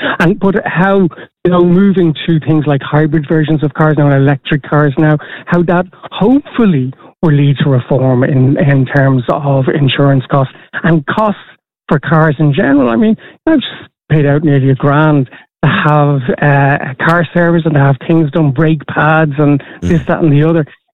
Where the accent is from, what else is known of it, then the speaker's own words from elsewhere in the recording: Ireland; as Irish people in general.